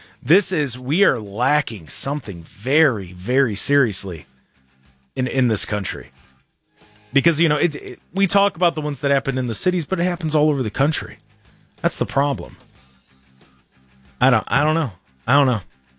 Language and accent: English; Lodi, Ohio, United States; I grew up in Lodi and like Southern Medina County, maybe it was like an old fashioned upbringing.